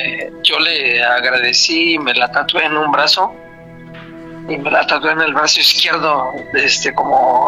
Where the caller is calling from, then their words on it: Mexico City, Mexico; de la Ciudad de México.